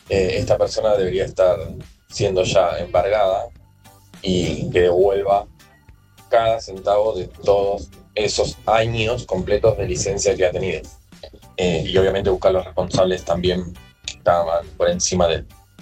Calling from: San Martín, Argentina; de San Martín.

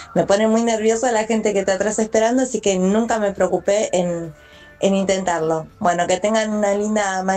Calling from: Merlo, Buenos Aires Province, Argentina; de Merlo, tengo 43 años

